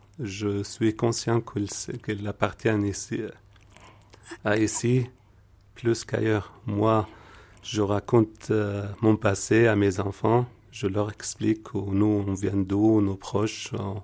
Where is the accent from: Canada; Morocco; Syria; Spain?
Syria; Damascus, Damascus Governorate; moved away as an adult; now in France; Je viens à la base de la Syrie. Je suis né à Damas, en Syrie, et grandi là-bas.